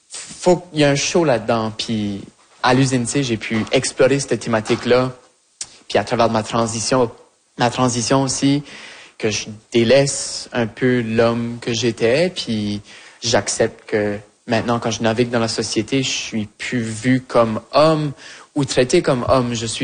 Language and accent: French; Shediac, New Brunswick, Canada; accent: Acadian; also born or lived in Moncton; now in Montreal, Canada; moi je viens de Shediac